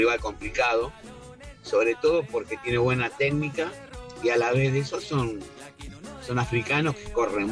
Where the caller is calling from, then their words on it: San Justo, Buenos Aires Province, Argentina; de San Justo.